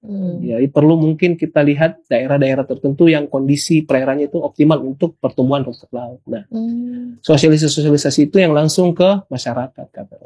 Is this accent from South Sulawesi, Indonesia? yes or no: yes; Makassar, South Sulawesi, Indonesia; now in Kupang, Indonesia; Saya dari Makassar.